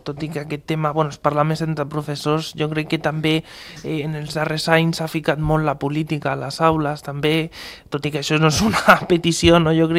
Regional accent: Catalonia, Spain; Jo defenso el català, jo soc català.

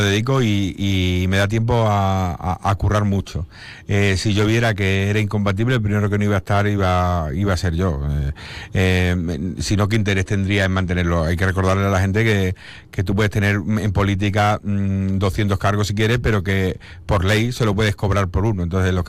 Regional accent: Extremadura, Spain; como es una persona tan cercana, tan humilde, claro, que es como somos los extremeños

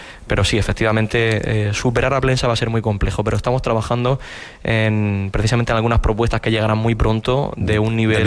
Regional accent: Region of Murcia, Spain; tal y como somos los murcianos

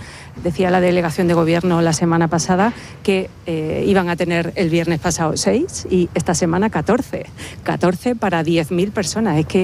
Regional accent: Ceuta, Spain; a disposición de los ceutíes. No lo merecemos, tenemos derechos, somos españoles.

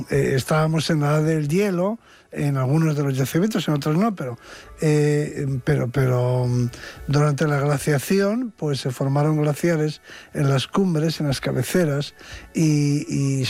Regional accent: Bilbao, Basque Country, Spain; born or raised there

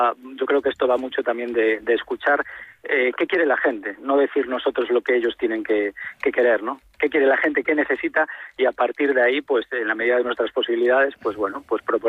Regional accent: Pontedeume, Galicia, Spain; porque yo soy muy de Pontedeume

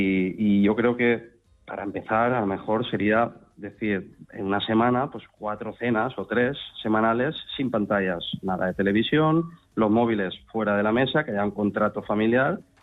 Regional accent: Valencia, Valencian Community, Spain

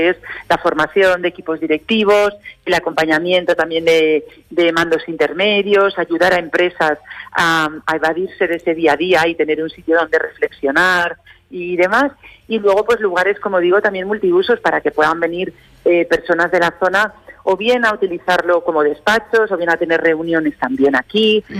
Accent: Rillo, Aragon, Spain; mi pueblo, ¿no? A Rillo, que soy de aquí

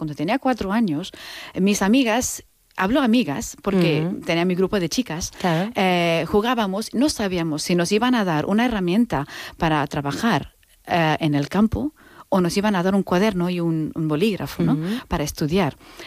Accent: Anantapur, Andhra Pradesh, India; Spanish is a second language; now in Mallorca, Spain; Estamos hablando del sur de la India. Uh-huh. Mi pueblo se llama Anantapur, uh-huh. la provincia se llama, estado se llama Andhra Pradesh, ¿vale? Uh-huh. Y de ahí a Mallorca, ¿no? He venido.

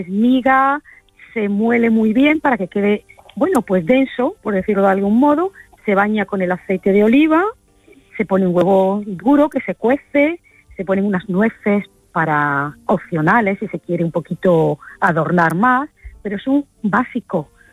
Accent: Granada, Andalusia, Spain; Bueno, yo soy de Granada.

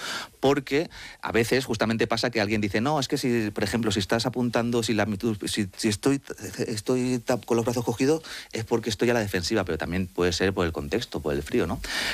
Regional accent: Madrid, Community of Madrid, Spain; ya que tengo que soy madrileño, sí, y mis padres son argentinos

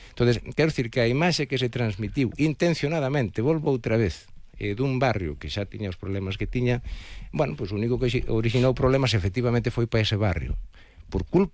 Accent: Eiroas, Galicia, Spain; Cando eu era neno, eu son das Eiroas.

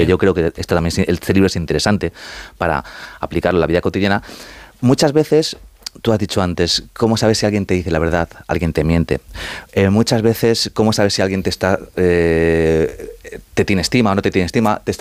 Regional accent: Madrid, Community of Madrid, Spain; estoy muy dividido porque aparte te he dicho ya que soy madrileño, sí. Y mis padres son argentinos.

